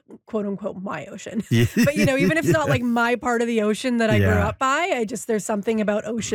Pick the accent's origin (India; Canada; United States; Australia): Canada; Yellowknife, Northwest Territories; Because I was like, whatever, I'm coming from the Yellowknife. Like, I grew up there, I know better, but still.